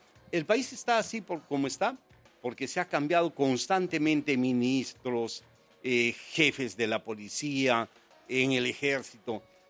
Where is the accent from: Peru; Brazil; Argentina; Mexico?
Peru; Arequipa; En Arequipa, en mi pueblo, que es el Valle de Sihuas.